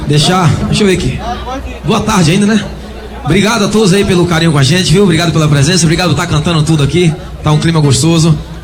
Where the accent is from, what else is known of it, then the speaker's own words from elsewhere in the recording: Feira de Santana, Bahia, Brazil; que a gente é baiano, né? Somos de Feira de Santana.